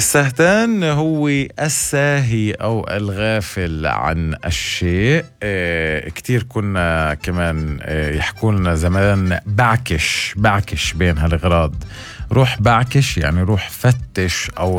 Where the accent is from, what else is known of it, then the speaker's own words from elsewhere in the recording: Palestine; accent: Palestinian; كلمات فلسطينيه، كلمات من لهجتنا العربيه